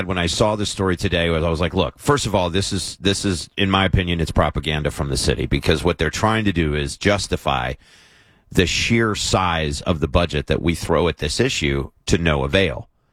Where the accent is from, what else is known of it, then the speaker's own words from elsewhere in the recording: Kentucky, United States; now in San Diego, United States; I'm from Kentucky